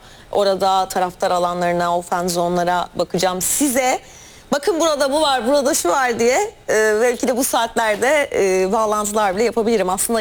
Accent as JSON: {"language": "Turkish", "region": "Istanbul", "country": "Turkey", "tie": "born or raised there", "said": "ben Ali Samiyen'de de büyüdüm"}